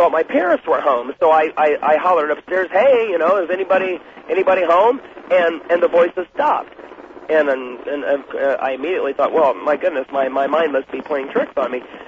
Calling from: Columbia, Missouri, United States; I'm calling from Columbia, Missouri.

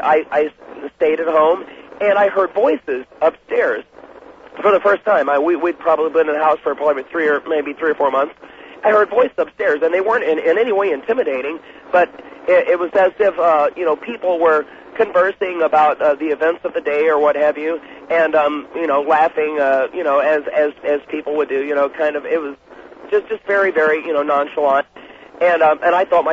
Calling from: Columbia, Missouri, United States; I'm calling from Columbia, Missouri.

